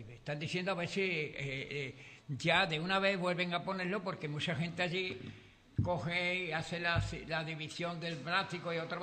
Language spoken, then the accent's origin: Spanish; Andalusia, Spain; Yo como andaluz no sabe.